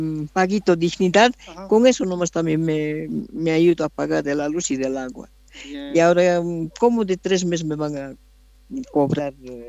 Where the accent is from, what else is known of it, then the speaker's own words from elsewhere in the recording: Catavi, Potosí, Bolivia; soy de aquí de Catavi, nacida catabeña.